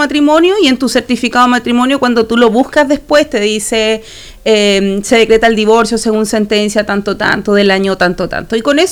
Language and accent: Spanish; Marchihue, O'Higgins, Chile; also born or lived in Santiago; now in Santa Cruz, Chile; yo crecí en Halcones, ahí en la comuna de Marchihue, y ahí me fui moviendo, como muchos provincianos, me fui a estudiar a Santiago, volví y acá estoy ya